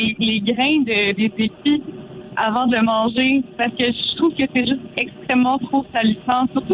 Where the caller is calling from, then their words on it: Gatineau, Quebec, Canada; je viens de Gatineau.